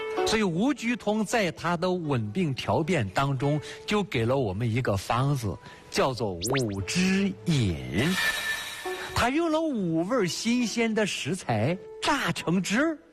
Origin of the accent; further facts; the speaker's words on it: China; 比如说女同志生完孩子以后，我们中国人都知道说不能见凉的